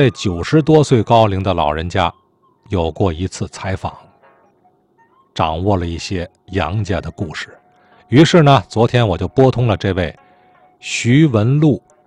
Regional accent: Tianjin, China; 甚至在南疆和田也有咱们天津人的足迹。

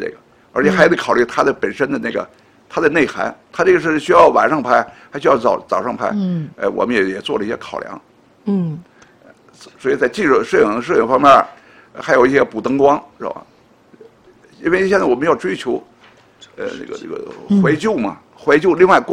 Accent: Beijing, China; 我是从胡同长大的，从小，我们看的都是青砖，是吧？那个黛瓦

